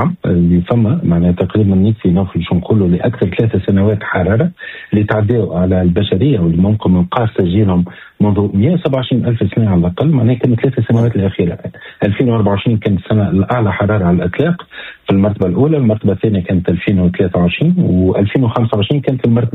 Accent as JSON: {"language": "Arabic", "town": "Tunis", "region": "Tunis Governorate", "country": "Tunisia", "said": "عندنا في تونس العاصمة"}